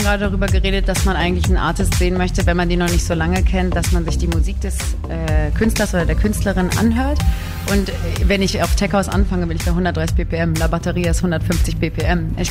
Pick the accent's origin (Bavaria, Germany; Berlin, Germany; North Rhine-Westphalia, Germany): Berlin, Germany; Ich bin in Berlin groß geworden